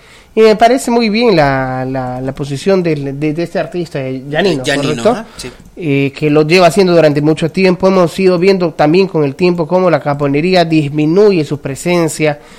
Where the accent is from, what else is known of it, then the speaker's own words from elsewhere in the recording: Tarapoto, San Martín, Peru; born there; los que hemos nacido en Tarapoto, los que somos de Tarapoto